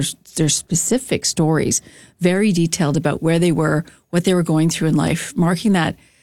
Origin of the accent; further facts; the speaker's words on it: Canada; I was at a movie set, and as a Canadian, I was watching, you know, because when it's on your own soil, it does trigger differently, you know.